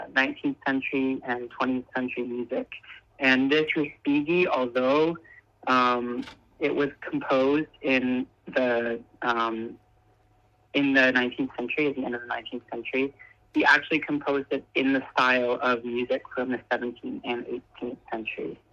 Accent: Ontario, Canada; moved away as an adult; now in Los Angeles, United States; Yeah, so I am a Canadian violinist. I live outside of Toronto, Canada.

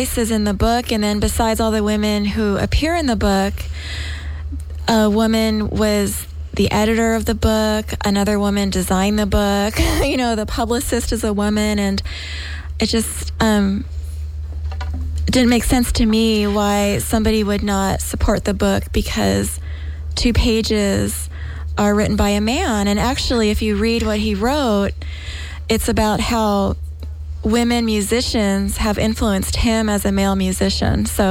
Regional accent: Fullerton, California, United States; born there; also born or lived in Pennsylvania; I was born in Pennsylvania, and then my dad's work was transferred to L.A. right after the fifth grade. And then we moved to Fullerton. So that's where I grew up.

